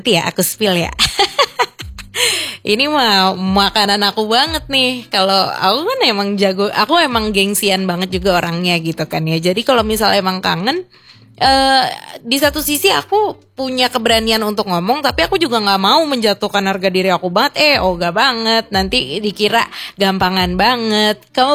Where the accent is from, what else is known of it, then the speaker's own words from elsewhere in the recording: Jakarta, Indonesia; accent: Betawi; moved away as an adult; now in Manado, Indonesia; aku kan asli Jakarta gitu. Kalau ngomong mungkin ada yang notice ya, aku ngomongnya ada logat-logat Betawinya juga gitu kan.